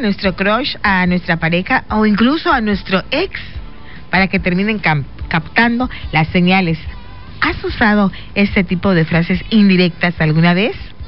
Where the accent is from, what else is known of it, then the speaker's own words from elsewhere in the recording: Mexico; nosotros, como buenos mexicanos así somos